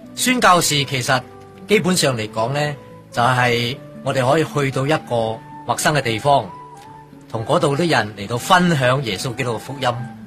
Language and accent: Cantonese; Ipoh, Perak, Malaysia; 我哋系霹雳州怡保。